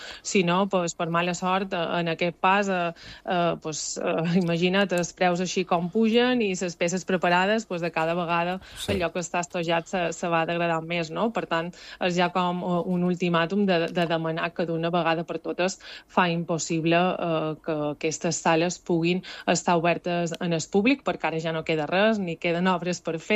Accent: Balearic Islands, Spain; jo crec que com a mallorquins, no?, i com a persones que estimen la cultura i el patrimoni

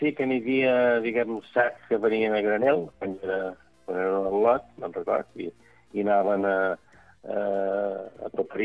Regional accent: Santa Eulària des Riu, Balearic Islands, Spain; jo som de Sant Eulari, no som de Sant Joan

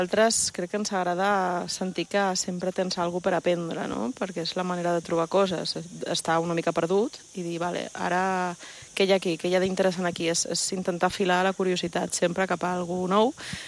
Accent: Ibiza, Balearic Islands, Spain; com a eivissenca

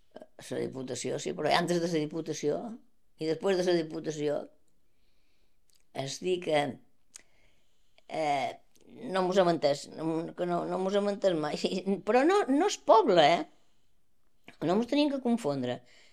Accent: Balearic Islands, Spain; born there

